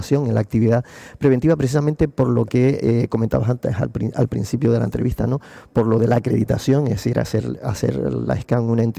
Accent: Lanzarote, Canary Islands, Spain; yo soy de Lanzarote

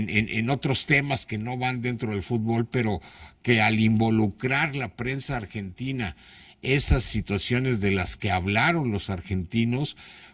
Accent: Mexico; más como mexicanos

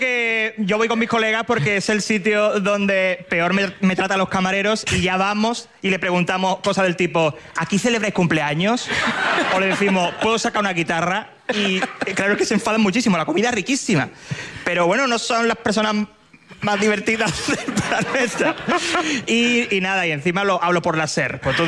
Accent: Chiclana de la Frontera, Andalusia, Spain; No, yo soy de Chiclana y muy, muy orgulloso

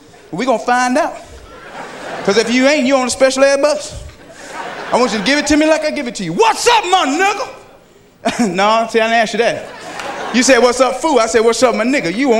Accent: Atlanta, Georgia, United States; I'm from Atlanta, Georgia.

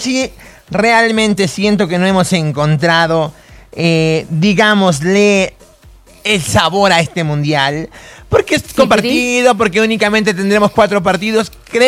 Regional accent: Mexico

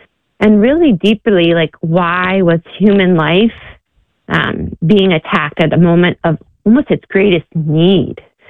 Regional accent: United States; as an American coming

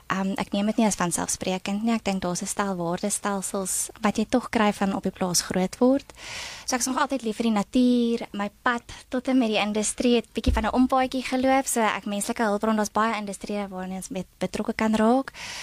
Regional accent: Groblersdal, Limpopo, South Africa; Ek het groot geword in Groblersdal.

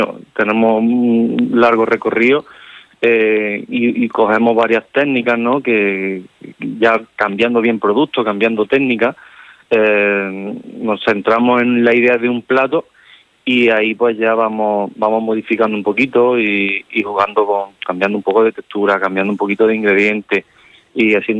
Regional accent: Montemayor, Andalusia, Spain; now in Córdoba, Spain; Tanto mi pareja Patricia y yo somos de pueblo. Yo soy de Montemayor

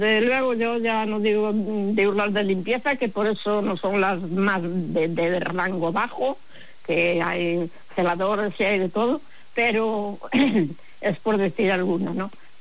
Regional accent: Pontevedra, Galicia, Spain; Hola, buenos días. Soy de aquí de Pontevedra, sí. Junto Pasadón.

